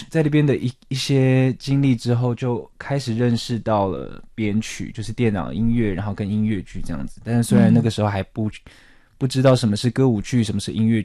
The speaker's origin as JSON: {"language": "Chinese", "country": "China", "tie": "born or raised there", "said": "其实是那时候因为我小时候在中国长大这样子"}